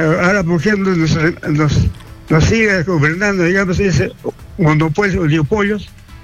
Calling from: Arequipa, Peru; Le hablo de Arequipa.

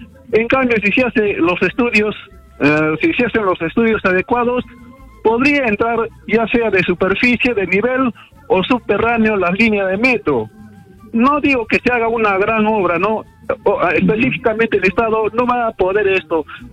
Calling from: Arequipa, Peru; de la Secretaría de Equipa del Distrito de Cerro Colorado.

